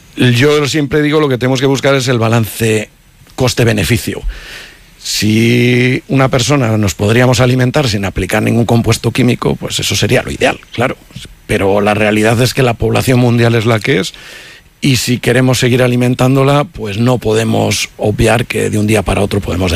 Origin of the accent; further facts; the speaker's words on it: Carrión de los Condes, Castile and León, Spain; yo por ejemplo soy de Carrión